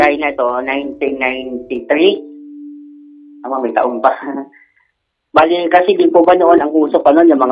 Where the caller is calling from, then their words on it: Taytay, Calabarzon, Philippines; Taga Taytay po … ng Taytay, taga Pakilisan